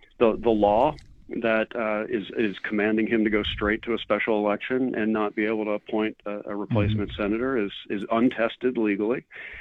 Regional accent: New Orleans, Louisiana, United States; I'm from New Orleans.

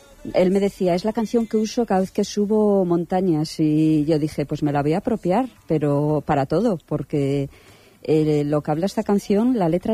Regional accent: Torrelavega, Cantabria, Spain; born or raised there

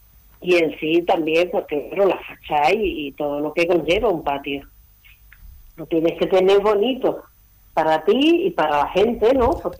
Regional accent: Málaga, Andalusia, Spain; Mira, yo no soy directamente de aquí, yo soy de Las Flores.

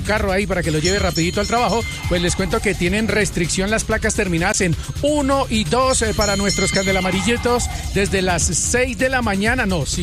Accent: Colombia

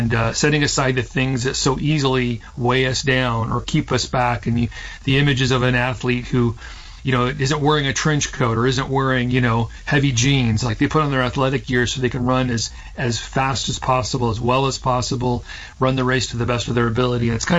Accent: Seattle, Washington, United States; born or raised there

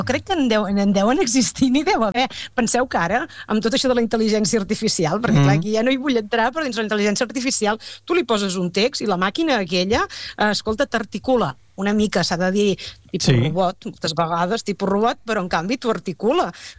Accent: Riudoms, Catalonia, Spain; jo sí que sóc de Riudoms, ho dic així clarament

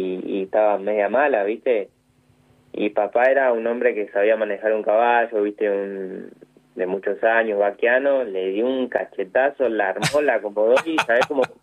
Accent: Dolores, Buenos Aires Province, Argentina; Somos de Dolores, sí.

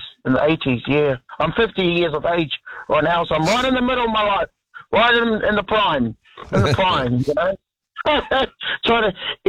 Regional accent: Auckland, New Zealand; also born or lived in Niue; I was brought up in New Zealand. You know, I came here when I was three, and I was brought up in Ōraki.

